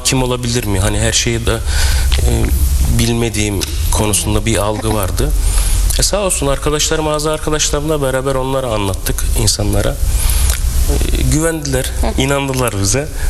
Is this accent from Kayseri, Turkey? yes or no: no; Yenipazar, Aydın, Turkey; Doğuma büyüme Donduranlıyım. Dükkanımız da orada, iş yerimiz de orada.